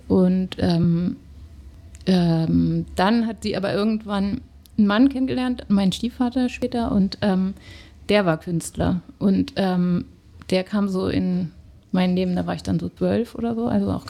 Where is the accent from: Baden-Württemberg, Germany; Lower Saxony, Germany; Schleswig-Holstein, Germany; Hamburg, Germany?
Hamburg, Germany; born there; Also ich bin in Hamburg geboren und bin mit, wann war das so, 6, 7, war sind meine Eltern, die hatten sich getrennt